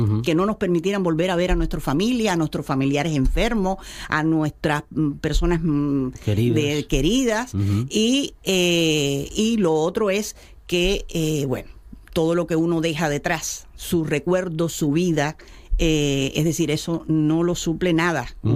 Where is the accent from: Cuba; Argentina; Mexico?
Cuba; now in Gijón, Spain; Entonces, para nosotros, como cubanos, como personas que estamos tratando de llevar adelante nuestra vida